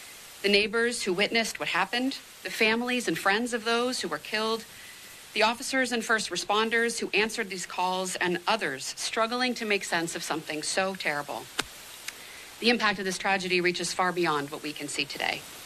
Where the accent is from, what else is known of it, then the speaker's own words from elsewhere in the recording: Erie, Pennsylvania, United States; I grew up on Erie's East Side